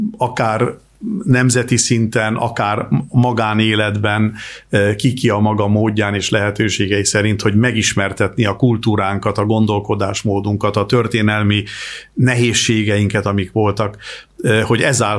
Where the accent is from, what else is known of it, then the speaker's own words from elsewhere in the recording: Hungary; moved away; Az én számomra ez egy természetes dolog, hogy én egy magyar háttérből jövök, és magyarként élek a világban, akkor is, ha gyakorlatilag 39 éve már külföldön élek